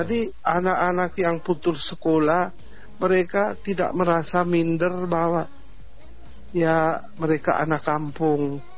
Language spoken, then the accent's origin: Indonesian; East Nusa Tenggara, Indonesia